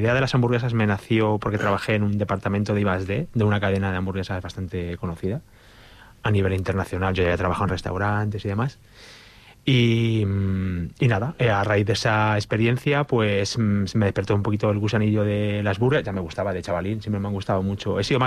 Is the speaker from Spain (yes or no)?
yes; Malpica, Galicia, Spain; also born or lived in Madrid; Y me vine de Madrid para Malpica, para mi pueblo.